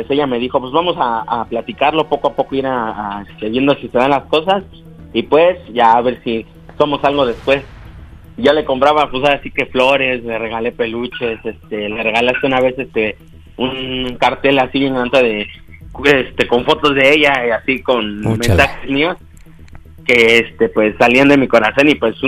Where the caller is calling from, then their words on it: Ecatepec de Morelos, State of Mexico, Mexico; Tengo 19 años y me llamo aquí del Ecatepec de Morelos.